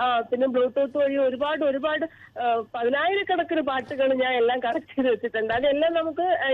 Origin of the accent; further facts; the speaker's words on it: Tiruvalla, Kerala, India; born there; also born or lived in Kattakada, Thiruvananthapuram; now in North Paravur, India; ഞാൻ 1-4 ക്ലാസ് മുതൽ 10-ം ക്ലാസ് വരെ തിരുവല്ല ബോർഡിംഗ് സ്കൂളിലാണ് പഠിച്ചേ.